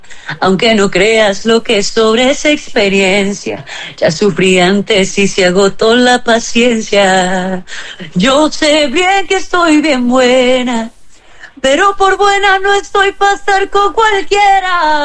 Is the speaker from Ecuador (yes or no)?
yes; Ecuador